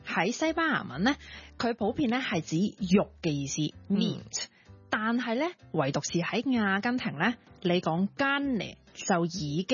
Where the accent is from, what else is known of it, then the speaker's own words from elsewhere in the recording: Guangdong, China; 佢哋係即係唔似我哋廣東人咁樣啦，會去醃啲肉啦，